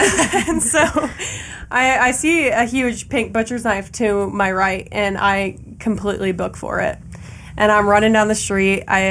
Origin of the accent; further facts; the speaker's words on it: Bay Area, California, United States; moved away; I'm from the Bay Area, California, around San Francisco.